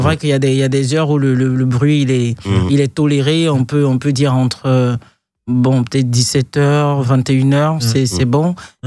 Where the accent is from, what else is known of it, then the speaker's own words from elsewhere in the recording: Côte d’Ivoire; nous revenons chez nous en Côte d'Ivoire